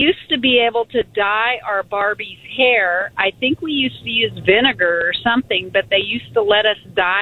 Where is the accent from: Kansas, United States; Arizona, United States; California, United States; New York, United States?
California, United States; Oakland; I was raised in Oakland